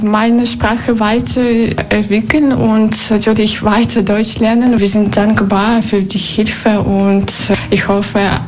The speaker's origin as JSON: {"language": "German", "town": "Luhansk", "region": "Luhansk Oblast", "country": "Ukraine", "tie": "born or raised there", "also_born_or_lived": "Poltava", "second_language": "German", "moved": "as an adult", "lives_now": "Bad Griesbach, Germany", "said": "Ich komme aus der Ostukraine. Ich bin in Lugansk geboren und ich bin hier in Deutschland seit 2022."}